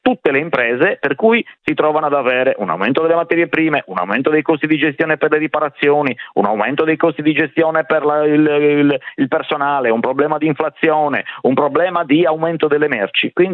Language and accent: Italian; Sardinia, Italy; da sardo e da rappresentante di imprese sarde, c'è il tema dell'insularità